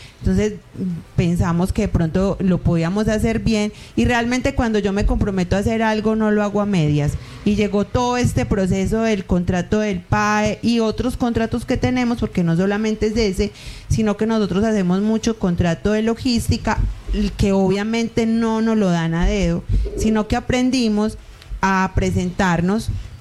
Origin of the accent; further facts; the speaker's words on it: Medellín, Antioquia, Colombia; born there; moved away as an adult; now in La Floresta, Colombia; Yo nací en Medellín, pero mi papá es floresteño del corregimiento y me trajo muy pequeña a la Floresta. Luego ya nos volvimos para Medellín